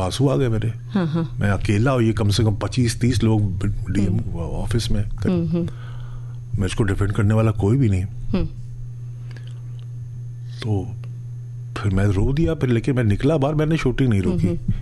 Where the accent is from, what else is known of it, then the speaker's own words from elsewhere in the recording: Allahabad, Uttar Pradesh, India; born there; मैं बहुत ज़्यादा खुशकिस्मत हूँ कि मैं उस शहर में पैदा हुआ